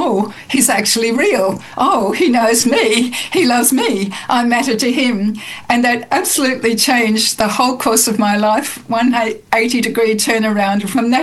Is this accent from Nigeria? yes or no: no; Queensland, Australia; I grew up in Queensland here in Australia.